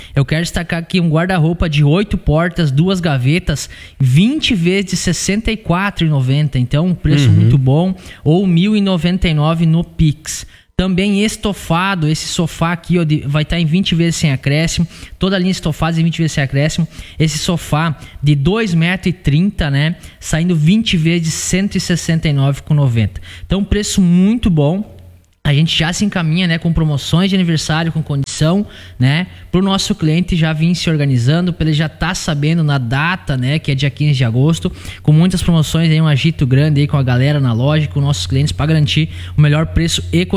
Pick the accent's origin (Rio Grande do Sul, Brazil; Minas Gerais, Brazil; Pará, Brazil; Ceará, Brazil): Rio Grande do Sul, Brazil; Palmitinho; Eu sempre falo que hoje eu tenho orgulho de lembrar de onde vim, né? Do interior lá de Palmitinho, então, filhos de pai e mãe, né? Do interior, né?